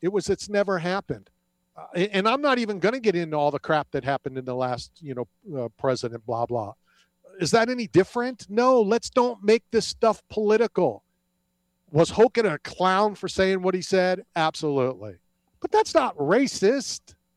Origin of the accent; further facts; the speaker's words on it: United States; me as an American